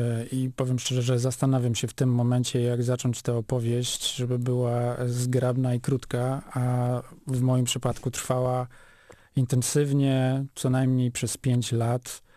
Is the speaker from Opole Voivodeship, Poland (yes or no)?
yes; Niemodlin, Opole Voivodeship, Poland; Urodziłem się w Niemodlinie.